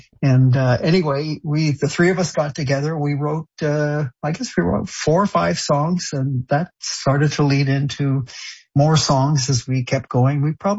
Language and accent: English; France; also born or lived in Ottawa, Canada; I think, I grew up in France, but I was born in Ottawa. And when we moved back to Canada, we had a place in the upper Ottawa.